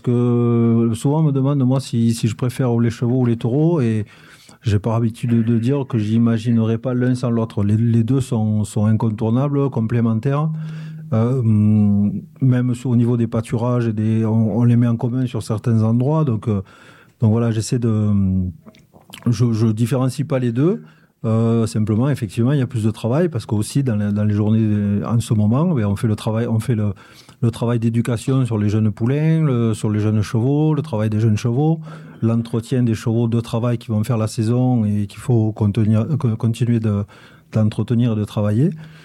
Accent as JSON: {"language": "French", "town": "La Grande-Motte", "region": "Occitanie", "country": "France", "tie": "born or raised there", "also_born_or_lived": "Montpellier", "said": "Enfin, je suis né à Montpellier, j'ai vécu à la Grande Motte jusqu'à 13-14 ans, j'avais jamais vu un taureau."}